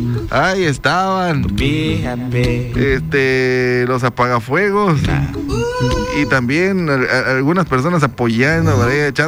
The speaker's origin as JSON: {"language": "Spanish", "country": "Mexico", "tie": "born or raised there", "said": "yo soy mexicano, aquí nací, aquí me crié"}